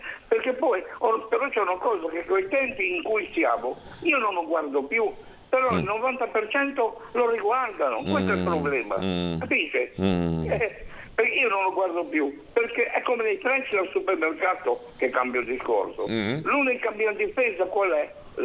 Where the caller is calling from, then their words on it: Badalucco, Liguria, Italy; io sono sempre venuto a Genova, però... mio padre e mia madre, noi siamo di Badalucco